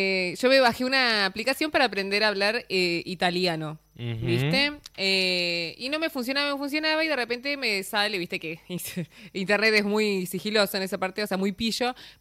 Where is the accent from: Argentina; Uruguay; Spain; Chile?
Argentina; yo soy argentina